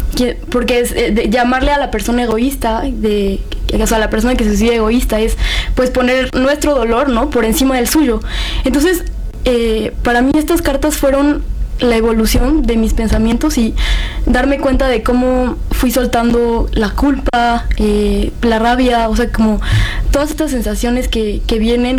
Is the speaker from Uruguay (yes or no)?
no; Puebla, Mexico; Mi mamá, sí, también. Vive en Puebla, somos todos de Puebla.